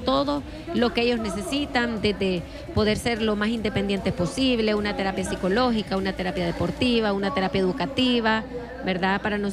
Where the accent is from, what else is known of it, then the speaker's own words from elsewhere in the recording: El Salvador; nos debemos de sentir súper orgullosos como salvadoreños